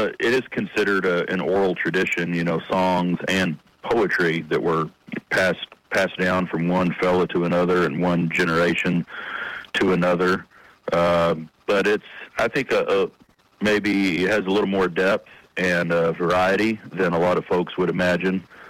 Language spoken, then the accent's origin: English; Lubbock, Texas, United States; I'm from Lubbock, Texas